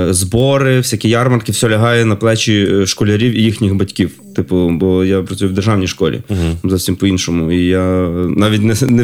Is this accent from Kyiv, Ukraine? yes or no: no; Lviv, Lviv Oblast, Ukraine; оскільки я з Сихова, старого Сихова.